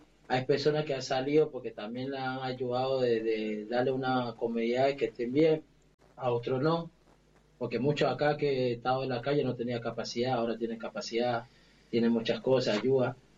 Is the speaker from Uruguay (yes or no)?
no; Colombia; porque no soy de acá, porque soy colombiano